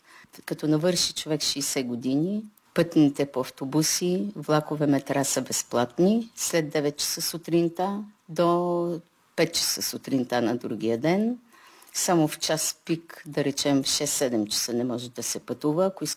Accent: Blagoevgrad, Blagoevgrad Province, Bulgaria; moved away as an adult; now in England, United Kingdom; От Благоевград сме и двамата. Заминахме 2002 в Англия. Хареса ни. Трябваше да се приберем по лични причини и след това пак се върнахме.

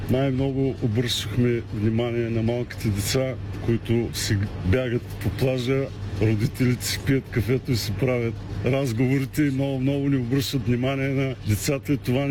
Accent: Plovdiv, Plovdiv Province, Bulgaria; Правим на година по 3-4 курса в Пловдив, защото съм пловдивчанин

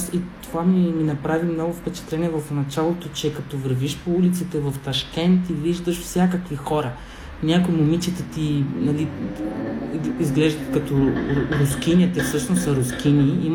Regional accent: Sanlúcar de Barrameda, Andalusia, Spain; Bulgarian is a second language; now in Bulgaria; Даже в моя роден град има един писател, който е до някъде бил известен тук в България

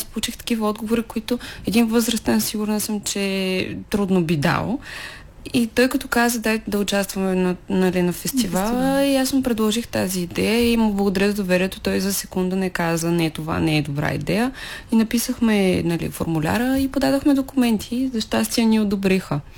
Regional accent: Plovdiv, Plovdiv Province, Bulgaria; born there

